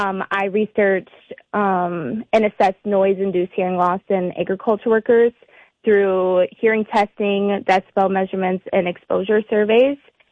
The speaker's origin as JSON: {"language": "English", "town": "Salem", "country": "United States", "tie": "born or raised there", "said": "I got to bring a live engulfment simulation to my hometown in Salem."}